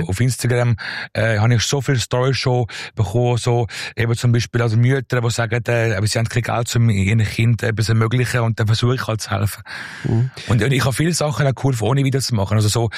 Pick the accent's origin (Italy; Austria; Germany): Italy; Also, ich als Italienerin